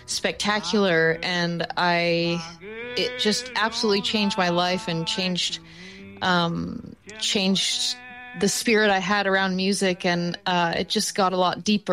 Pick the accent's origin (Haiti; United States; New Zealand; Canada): Canada; Perth County, Ontario; I'm an artist from Perth County, Ontario.